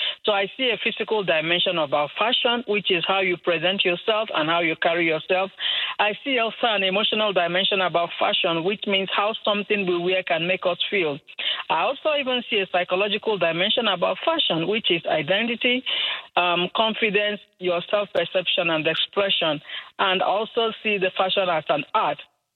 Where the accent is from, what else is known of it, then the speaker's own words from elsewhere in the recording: Enugu State, Nigeria; I'm an African. I'm a Nigerian from a province called Enugu State in Nigeria.